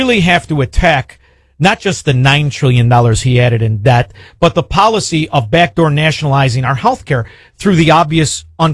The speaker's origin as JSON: {"language": "English", "town": "Chicago", "region": "Illinois", "country": "United States", "said": "We're from Chicago that celebrated stealing the presidential election since 1960."}